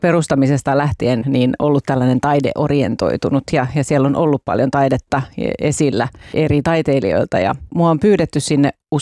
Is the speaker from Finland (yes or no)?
yes; Turku, Southwest Finland, Finland; turkulaisena, syntyperäisenä turkulaisena